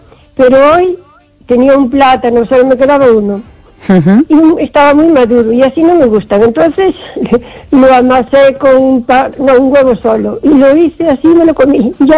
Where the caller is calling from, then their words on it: Carballiño, Galicia, Spain; Hola, buenas noches, Esther. … de Carballiño.